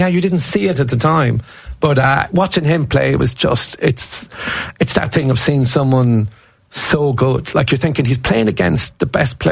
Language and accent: English; Ireland; They have to know I'm Irish.